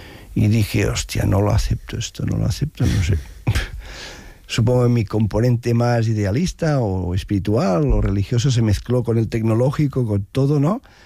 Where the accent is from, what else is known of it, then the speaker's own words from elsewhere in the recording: Arenys de Mar, Catalonia, Spain; soy de Arenys de Mar, estudié ingeniería en Canet de Mar